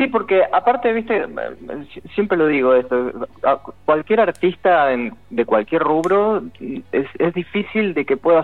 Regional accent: Buenos Aires, Argentina; De Capital, somos de Capital Federal.

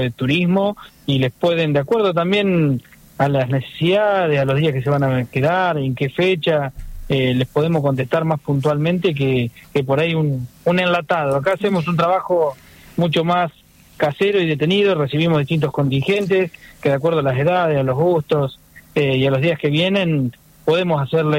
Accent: 25 de Mayo, Argentina; 25 de mayo es un pueblo que abraza, es un pueblo que abraza a todo aquel que decide visitarlo. Somos el pueblo del Colo Barco

